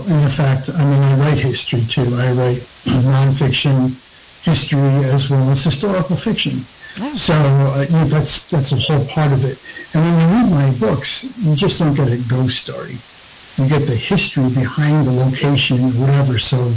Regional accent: Connecticut, United States; also born or lived in Monroe, Connecticut; I grew up in Connecticut. And at one point, I lived in Monroe

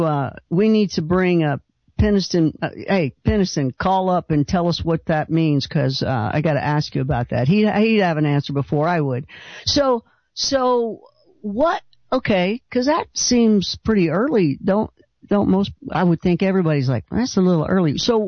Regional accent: Kentucky, United States; also born or lived in Philadelphia, United States; Yeah, I grew up in Kentucky. I was born in Kentucky.

